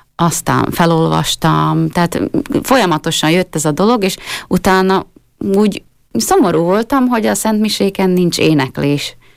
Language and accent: Hungarian; Tardoskedd, Nitra Region, Slovakia; Igen, Tardoskedről származom, ez érsekújvári járásban található, egyébként Szlovákia egyik legnagyobb faluja.